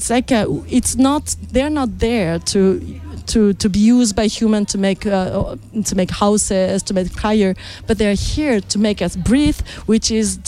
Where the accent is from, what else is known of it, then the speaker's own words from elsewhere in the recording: Japan; I'm from Japan